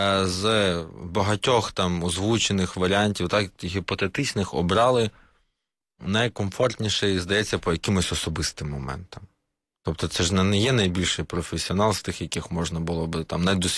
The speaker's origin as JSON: {"language": "Ukrainian", "region": "Kyiv", "country": "Ukraine", "said": "ми ж все одно, як кияни, платимо за цей проїзд"}